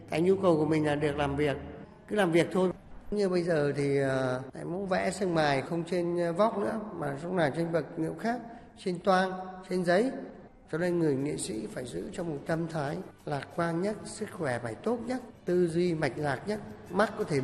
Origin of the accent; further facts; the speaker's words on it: Thanh Hoa, Vietnam; moved away as an adult; now in Da Lat, Vietnam; mình cũng là người Thanh Hóa